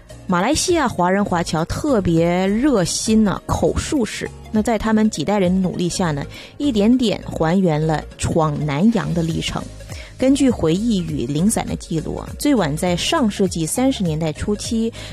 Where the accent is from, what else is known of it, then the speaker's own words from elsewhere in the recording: Guangdong, China; 我们广东人